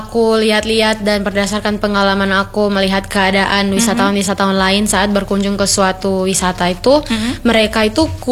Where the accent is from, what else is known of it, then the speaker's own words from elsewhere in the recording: Central Sulawesi, Indonesia; aku besarnya di Sulawesi Tengah.